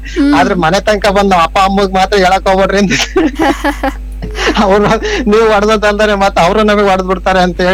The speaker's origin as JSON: {"language": "Kannada", "area": "Rameshwara", "region": "Karnataka", "country": "India", "tie": "born or raised there", "said": "ರಾಮೇಶ್ವರ ಅಂತೇಳಿ ನಮ್ಮ ಹತ್ರ ರಾಮೇಶ್ವರ ನಮ್ಮ ಊರು"}